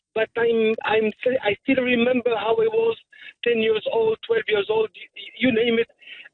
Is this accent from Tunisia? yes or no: yes; Tunisia; moved away as an adult; now in North Shore, Canada; Originally, I'm from Tunisia. I moved to Canada in 2006. And now I'm getting old in Canada.